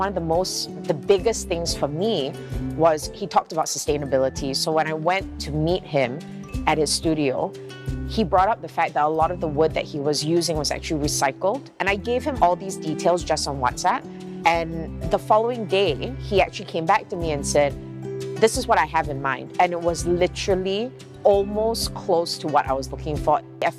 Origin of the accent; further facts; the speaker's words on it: Singapore; as kids growing up in Singapore